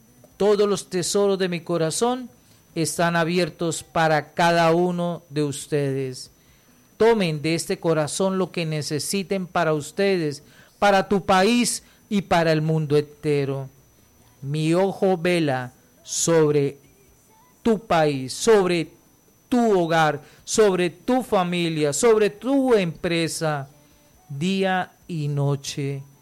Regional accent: Colombia

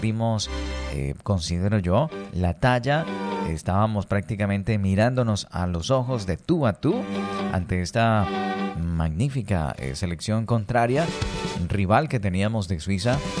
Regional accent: Colombia

